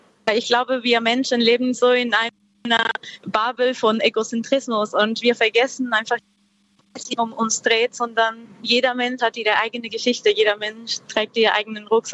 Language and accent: German; north, Peru; Ich bin also ein bisschen nördlich, komme ursprünglich aus Peru. Ich bin im Norden von Peru aufgewachsen.